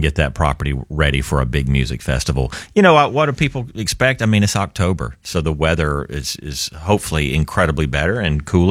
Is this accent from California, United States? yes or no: no; Cullman, Alabama, United States; It's my hometown.